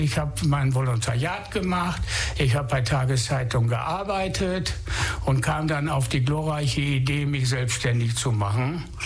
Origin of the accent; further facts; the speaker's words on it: North Rhine-Westphalia, Germany; now in Flensburg, Germany; Ich lebe lange in Flensburg, bin auch kein Flensburger. Ich komme aus dem Ruhrgebiet, aber ich bin ein Norddeutscher durch und durch geworden.